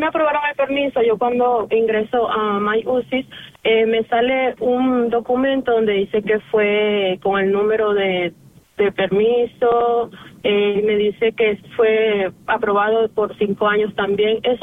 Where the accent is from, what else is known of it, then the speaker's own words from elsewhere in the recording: Venezuela; now in Austin, United States; yo soy de Venezuela